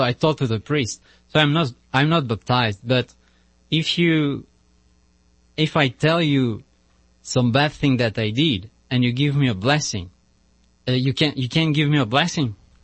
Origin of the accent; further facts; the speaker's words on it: France; English is a second language; moved away as an adult; now in United States; So I'm a French friar.